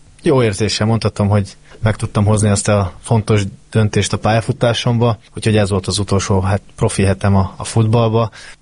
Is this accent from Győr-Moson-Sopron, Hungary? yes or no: yes; Győr, Győr-Moson-Sopron, Hungary; Igazából én lakótelepen nőttem fel Győrben, Marcalvárosban, úgyhogy nem egy ilyen dúsgazdag környék, mondhatjuk